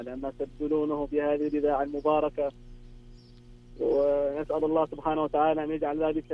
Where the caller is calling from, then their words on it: Hadramawt, Yemen; والله أنا متابع للبرنامج، أنا من اليمن حضرموت.